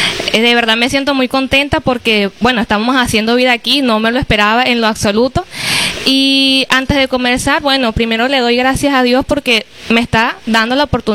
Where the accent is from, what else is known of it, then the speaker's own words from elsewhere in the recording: Valle de la Pascua, Guárico, Venezuela; vengo de Valle de la Pascua, por eso les digo que me siento totalmente en familia, porque no soy acá de San Juan de los Morros